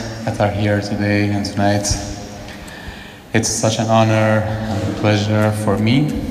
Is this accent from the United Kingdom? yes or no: no; Iran; English is a second language; from Iran. I came from Iran with my instrument named Tanbur